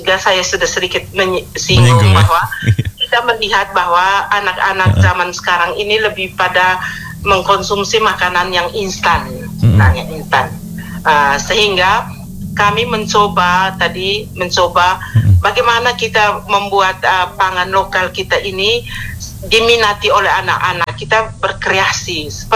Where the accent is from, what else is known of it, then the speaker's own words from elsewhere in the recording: East Nusa Tenggara, Indonesia; masyarakat adat kami di desa Wogo.